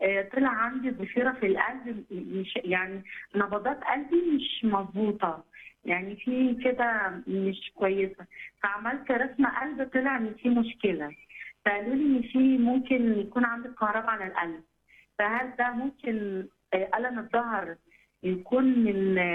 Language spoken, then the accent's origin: Arabic; Alexandria, Alexandria Governorate, Egypt; أنا بنت ربنا من اسكندرية.